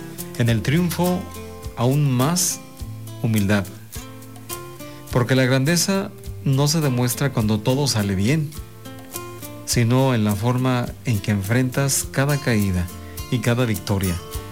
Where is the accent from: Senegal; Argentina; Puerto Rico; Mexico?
Mexico; si somos mexicanos, somos hermanos